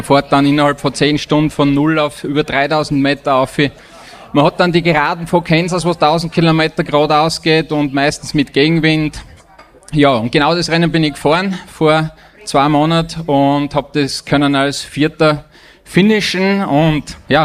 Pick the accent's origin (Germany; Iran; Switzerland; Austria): Austria; Anger, Styria; ich bin nicht weit von da daheim. Ich komme aus Anger.